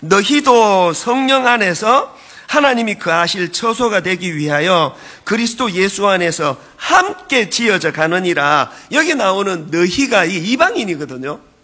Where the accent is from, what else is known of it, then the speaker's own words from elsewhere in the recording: Gyeongsang, South Korea; born there; 저는 경상도 사람이에요. 태어나 보니까 부모님이 그쪽에서 저를 낳으셨더라고요.